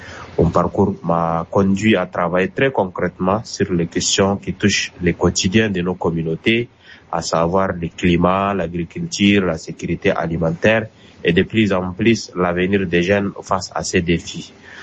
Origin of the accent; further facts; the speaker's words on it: Mongo, Guéra, Chad; moved away as an adult; je suis originaire de Mongo, où j'ai obtenu mon baccalauréat série D au lycée de Mongo.